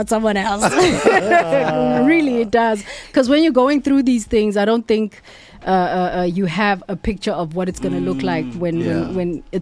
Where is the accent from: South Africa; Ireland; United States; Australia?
South Africa; Makhanda, Eastern Cape; born or raised there; moved away